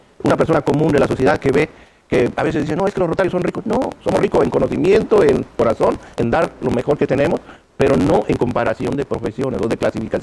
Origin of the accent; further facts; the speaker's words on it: Chiapa de Corzo, Chiapas, Mexico; en mi club, que es el Chiapa de Corzo, de donde yo vengo.